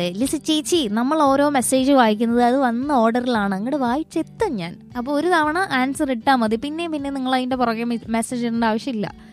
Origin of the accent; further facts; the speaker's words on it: Kerala, India; ഒരു മലയാളി എന്ന നിലയിൽ നമ്മൾ ഒരിക്കലും തെറ്റിക്കാൻ പാടില്ലാത്ത ചോദ്യമാണ്